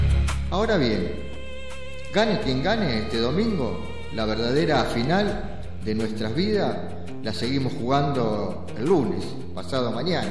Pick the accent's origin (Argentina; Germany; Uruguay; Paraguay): Argentina